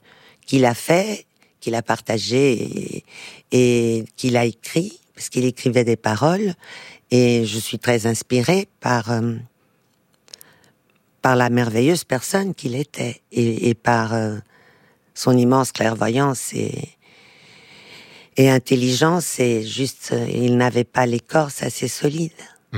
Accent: Portugal; born there; first language Portuguese; French is a second language; C'est ça, vous avez, dire ça. Mais je suis née au Portugal.

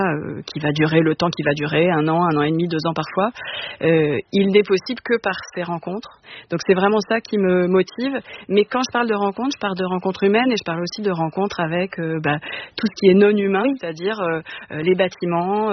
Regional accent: Paris, Île-de-France, France; je suis chorégraphe, je suis parisienne, j'accumule un peu les, les défauts.

